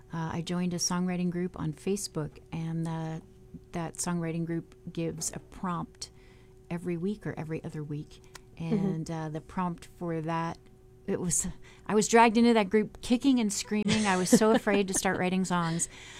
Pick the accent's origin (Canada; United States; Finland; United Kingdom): Canada; I grew up in Canada, called Never Cry Wolf, and a beautiful movie was made.